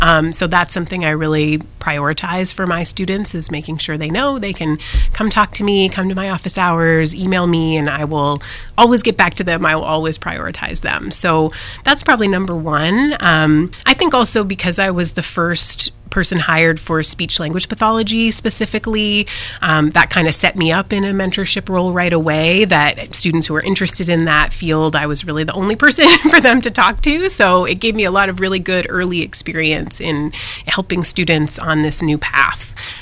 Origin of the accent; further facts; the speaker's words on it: Toronto, Ontario, Canada; moved away as an adult; also born or lived in Vancouver; now in California, United States; I grew up in Canada, so we start learning French pretty early, and I always really loved learning French.